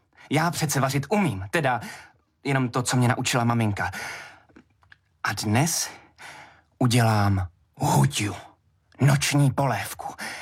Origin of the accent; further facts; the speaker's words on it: Vietnam; Ano, jsem z Vietnamu. Moje maminka mě učila vařit, když jsem byl dítě.